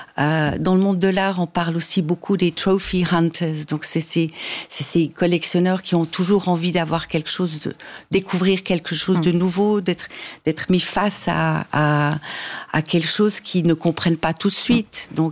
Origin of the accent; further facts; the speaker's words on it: Neuchâtel, Switzerland; alors que je suis de Neuchâtel